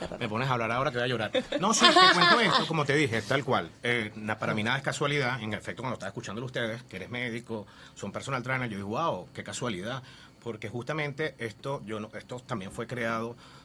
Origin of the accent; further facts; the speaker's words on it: Venezuela; also born or lived in Colombia; now in Puerto Rico; Yo soy venezolano, vivo en Colombia